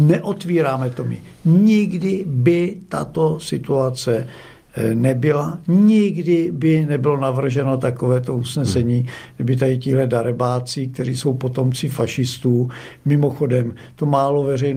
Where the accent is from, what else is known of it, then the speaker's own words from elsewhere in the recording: South Moravian Region, Czechia; já pocházím z Jihomoravského kraje